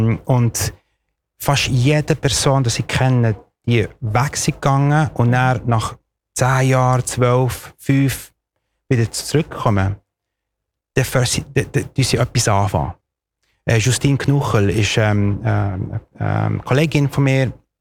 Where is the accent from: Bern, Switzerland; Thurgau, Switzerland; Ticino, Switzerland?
Ticino, Switzerland; Chiasso; German is a second language; So, ich bin Schottländer, ich bin Italiener, ich komme von, aber ich bin auch ein Designer und dann, wenn man mehr... geht, dann bin ich wirklich von Chiasso.